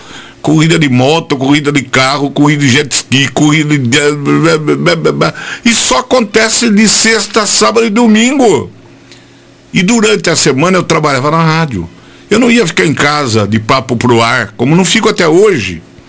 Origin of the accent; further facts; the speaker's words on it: Brazil; Porque Rafar nunca teve rádio. E eu queria uma rádio na minha cidade natal.